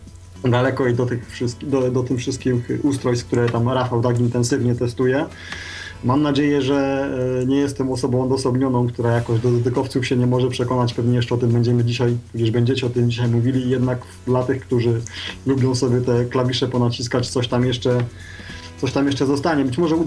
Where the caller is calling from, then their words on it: Canary Islands, Spain; dzwonię z Wysp Kanaryjskich, czyli z Hiszpanii